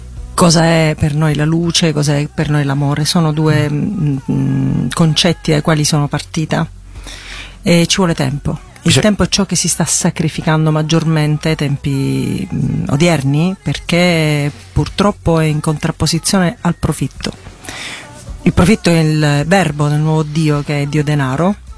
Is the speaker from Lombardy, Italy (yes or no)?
no; Sicily, Italy